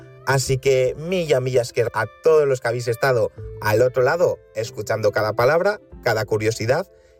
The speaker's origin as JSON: {"language": "Spanish", "region": "Basque Country", "country": "Spain", "said": "Con una que habla de cómo somos los vascos con los demás."}